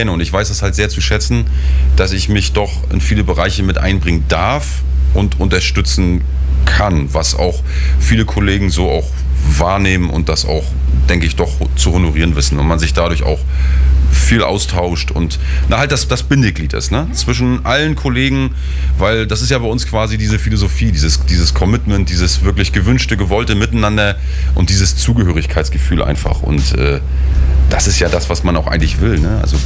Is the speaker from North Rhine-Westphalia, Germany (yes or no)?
no; Rostock, Mecklenburg-Vorpommern, Germany; Also Rostock ist noch mein Geburtsort. Ich habe dort als Kind schon mit 8 Jahren Seesport gemacht.